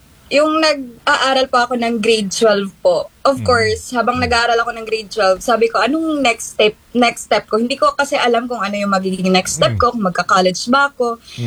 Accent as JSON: {"language": "Tagalog", "town": "Davao City", "region": "Davao Region", "country": "Philippines", "said": "since taga Davao ako, malapit lang ako sa mismong location ng school"}